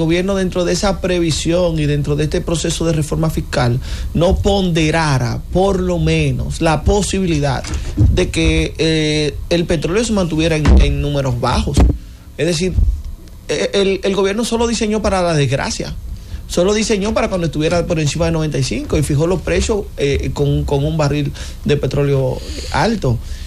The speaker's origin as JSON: {"language": "Spanish", "country": "Dominican Republic", "said": "Yo, como ciudadano dominicano"}